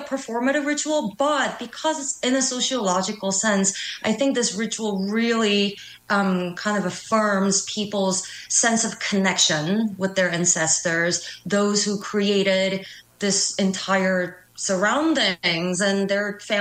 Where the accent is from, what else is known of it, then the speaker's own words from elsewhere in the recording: Seoul, South Korea; moved away as an adult; now in United States; I was born and raised in Korea, Seoul, South Korea, and I moved to the U.S. in 2015 to start my graduate studies.